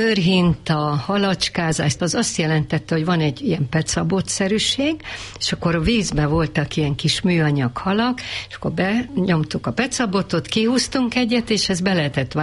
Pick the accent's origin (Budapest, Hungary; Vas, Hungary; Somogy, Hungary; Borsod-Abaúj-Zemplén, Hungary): Budapest, Hungary; mi a második kerületben, a Hüvösvölgyben nőttünk fel, és ott van egy nagy rét